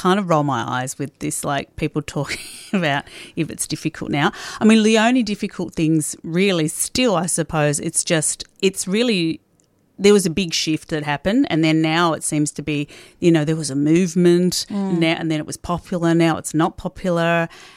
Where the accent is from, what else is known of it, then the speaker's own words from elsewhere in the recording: Geelong, Victoria, Australia; when I was growing up in Geelong